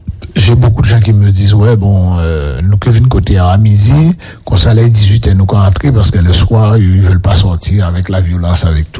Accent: Le Gosier, Guadeloupe; Ouais, c'est vrai que je me rappelle à l'époque. Je suis du Gosier, à l'époque, il y avait beaucoup de boîtes de nuit.

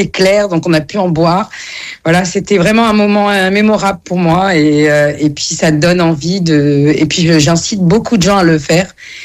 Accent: Djerba, Medenine, Tunisia; moi, je suis originaire de la Tunisie et d'une petite île qui s'appelle Djerba, et on boit l'eau de la pluie.

